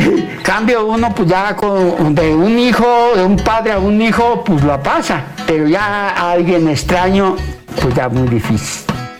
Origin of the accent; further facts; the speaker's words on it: Paracho, Michoacán, Mexico; ¿de dónde es usted? De Paracho